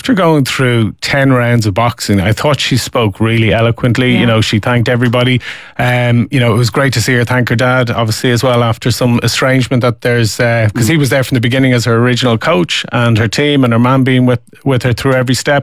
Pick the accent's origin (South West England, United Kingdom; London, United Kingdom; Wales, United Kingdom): London, United Kingdom; Croydon; I'm from Croydon.